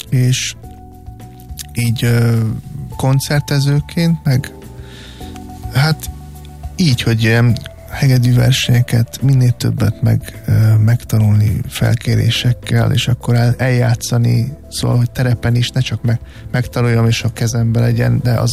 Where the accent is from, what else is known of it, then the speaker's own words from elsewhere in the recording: Brussels, Brussels-Capital Region, Belgium; also born or lived in Hungary; azért is élek ott. Meg hát ott is nőttem fel